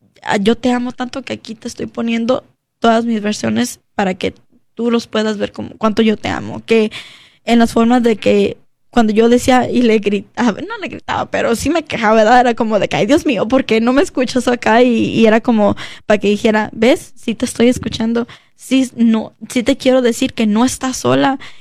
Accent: United States; born there; also born or lived in Mexico; yo crecí aquí en Estados Unidos

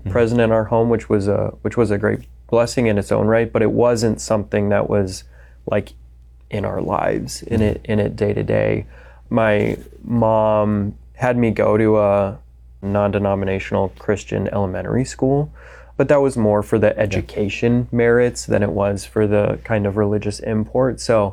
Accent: Denver, Colorado, United States; I was baptized Catholic. I'm from Denver, Colorado.

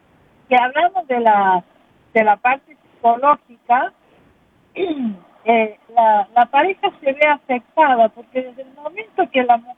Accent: Argentina; Bueno, nosotros en Argentina, yo soy de Argentina

